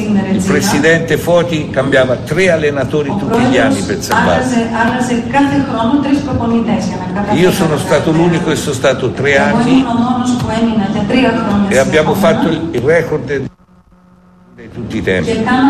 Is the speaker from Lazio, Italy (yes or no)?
no; Tuscany, Italy; born there; io sono nato nella provincia di Livorno e mi hanno accorto con i fischi perché dicevano che nessuno è profeta in patria